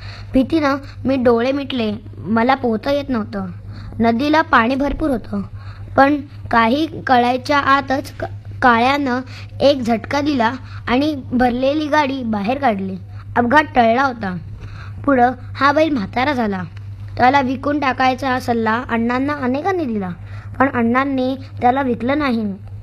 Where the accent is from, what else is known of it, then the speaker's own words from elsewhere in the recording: Diganchi, Maharashtra, India; मला माझं गाव आठवलं. सांगली जिल्ह्यात आटपाडी तालुक्यातलं दिगंची हे माझं गाव. गावाला तेव्हा आमची शेती होती.